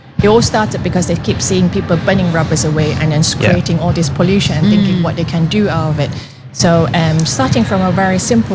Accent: Malaysia; moved away; I'm originally from Malaysia, but I work with artisans from around the world.

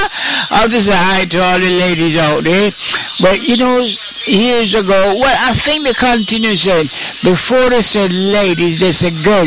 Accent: Jamaica; I'm Jamaican, right? So I'm adopting your principle in England, London, to say to all the girls. Normally, in Jamdown, where I'm from, we said ladies.

